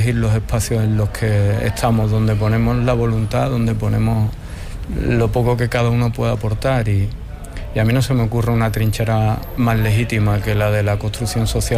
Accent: Andalusia, Spain; Y para nosotros como andaluza y como andaluces más.

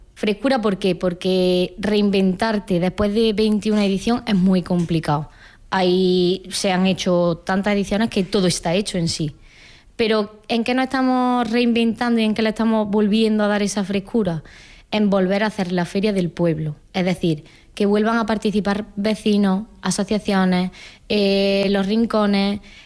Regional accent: Villanueva del Duque, Andalusia, Spain; tengo 27 años y soy de Villanueva del Duque. Llevo toda la vida viviendo aquí. Y por temas de estudios, pues me fui a estudiar a Córdoba.

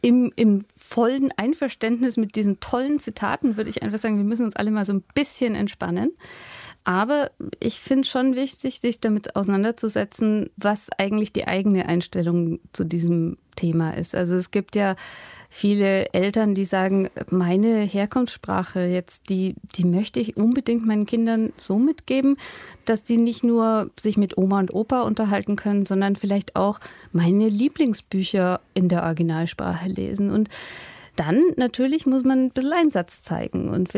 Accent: Hof, Bavaria, Germany; accent: Franconian; moved away as an adult; also born or lived in Berlin / United States / Paris; now in Vienna, Austria; ich bin auch zweisprachig aufgewachsen. Also bei uns in Hof oder in Rehau, da spricht man Fränkisch. Und als ich dann nach Berlin gegangen bin zum Studium

